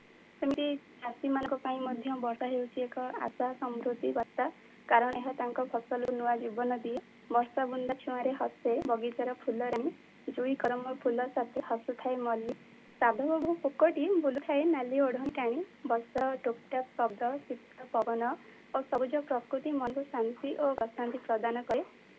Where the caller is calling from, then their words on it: Jagatsinghpur, Odisha, India; Hello ma'am, ପ୍ରଣାମ … ଜଗତସିଂହପୁରରୁ।